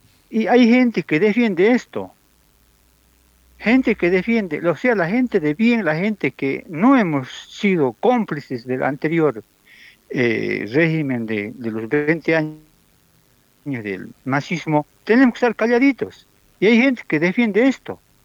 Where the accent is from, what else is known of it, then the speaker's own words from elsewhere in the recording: Tarija, Bolivia; Yo reclamo lo de Tarija porque soy chapaco, soy tarijeño.